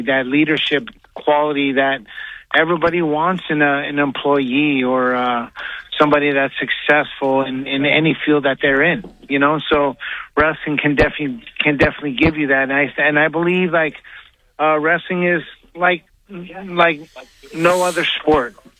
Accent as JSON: {"language": "English", "country": "Philippines", "said": "And so never thought I'd be known as a Filipino wrecking machine around the world, you know, but I am"}